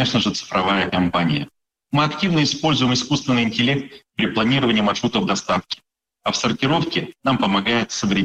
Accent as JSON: {"language": "Russian", "region": "Siberia", "country": "Russia", "said": "Но на то мы и сибиряки"}